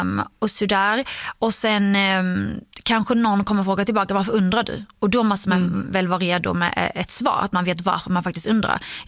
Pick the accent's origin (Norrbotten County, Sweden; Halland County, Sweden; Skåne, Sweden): Skåne, Sweden; moved away as an adult; also born or lived in Iraq; now in Stockholm, Sweden; Jag känner ju mer att jag är från Skåne. Alltså, Skåne har ju format mig mer än vad Irak har format mig.